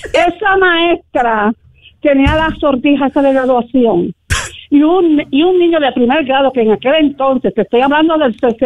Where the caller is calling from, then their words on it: Ponce, Puerto Rico; yo soy de la playa de Ponce.